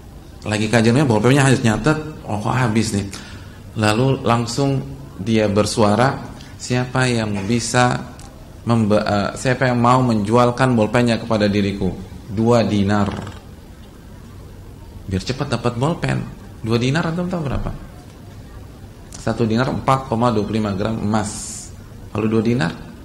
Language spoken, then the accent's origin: Indonesian; Jakarta, Indonesia; apalagi kita orang Jakarta